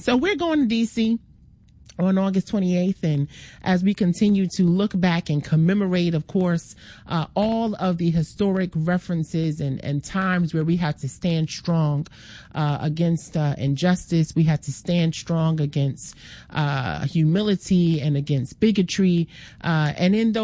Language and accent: English; New York, United States; Well, I am a New Yorker, as y'all know, and so I am definitely very excited on the heels of what was a really, really historic game.